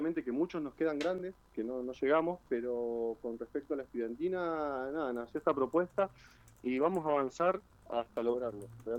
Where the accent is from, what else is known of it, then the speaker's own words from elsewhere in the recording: Río Turbio, Santa Cruz, Argentina; soy nacido y criado en Río Turbio